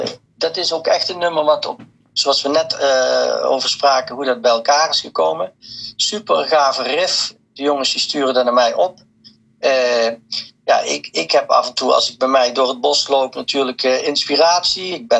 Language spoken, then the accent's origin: Dutch; North Brabant, Netherlands; En ik ben gewoon een Brabantse jongen, dus hoe komen die woorden dan ook in het Engels?